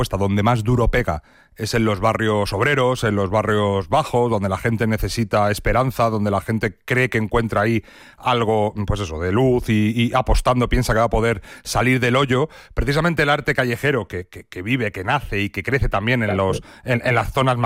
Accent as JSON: {"language": "Spanish", "town": "Madrid", "region": "Community of Madrid", "country": "Spain", "said": "por ejemplo, como madrileño, el cartel de Sueps y el del tío Pepe del centro ya están consideradas"}